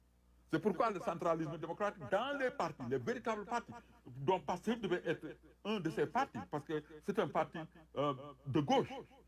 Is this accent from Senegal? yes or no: yes; Senegal; Je suis Sénégalais.